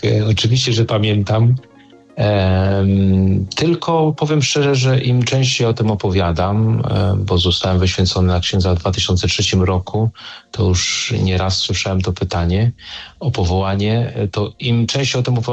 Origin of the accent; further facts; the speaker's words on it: Płock, Masovian Voivodeship, Poland; bo pochodzę z Płocka i pracuję obecnie w Płocku.